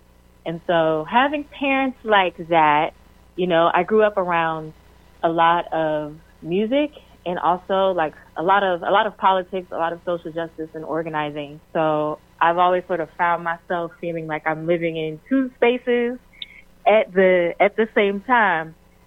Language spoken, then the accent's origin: English; High Point, North Carolina, United States; you know, like you said, and I am from High Point. I am from High Point. But my family and I are actually transplants. Both of my parents are actually out of Pendleton, South Carolina. So real country living.